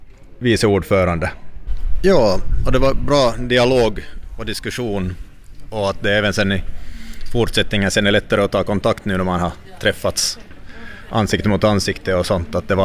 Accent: Inkoo, Uusimaa, Finland; från Injö och jag är där företagare

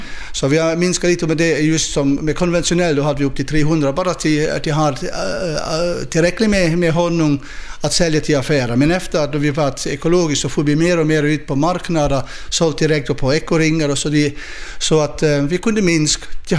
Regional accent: Luxembourg; moved away as an adult; now in Överpurmo, Finland; Och vi flyttade hit 2001 för att kunna börja med egentligen med yrkesbiodling. Jag är här från Luxemburg

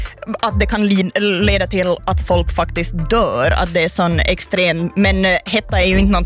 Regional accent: Finland; som en finne, som vi har ju inte haft så höga temperaturer här.

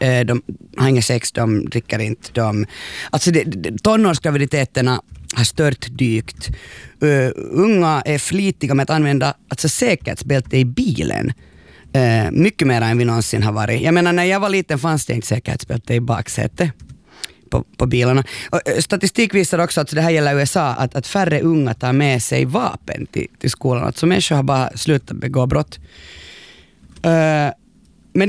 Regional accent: Finland; vi är ju finlandssvenskar med Janne

